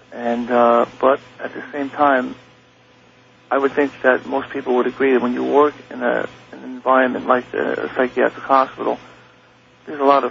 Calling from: New Rochelle, New York, United States; New Rochelle, New York.

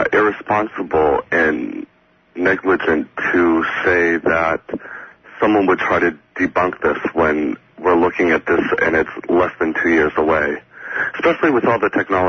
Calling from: San Diego, California, United States; I am in San Diego.

